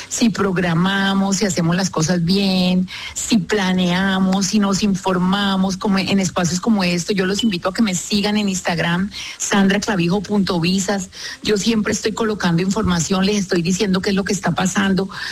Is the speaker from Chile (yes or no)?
no; Colombia; porque ustedes saben que yo soy colombiana de racamandrácame, sí.